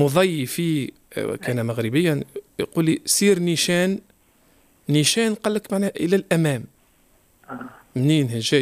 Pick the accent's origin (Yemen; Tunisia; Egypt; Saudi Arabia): Tunisia; تكلمنا باللهجة التونسية